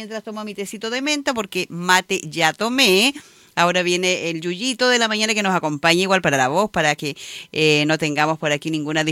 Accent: Melinca, Aysén, Chile; eso nos enorgullece también como melincanas, como guaitequeros

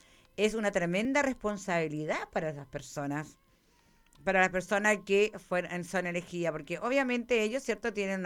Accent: Melinca, Aysén, Chile; somos todos de Melinca y todos nos conocemos

